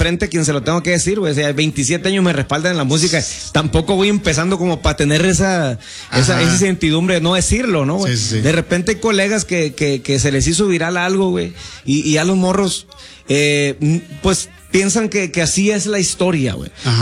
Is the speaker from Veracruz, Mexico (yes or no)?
no; Mazatlán, Sinaloa, Mexico; Soy de la colonia Independencia. Soy de la colonia Independencia, nacido ahí, en Mazatlán, con la Independencia